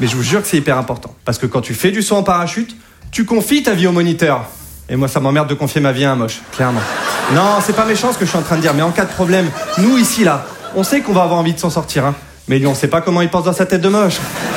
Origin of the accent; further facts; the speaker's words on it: Hauts-de-France, France; Je suis pas de Paris à la base. Moi, je viens de Picardie.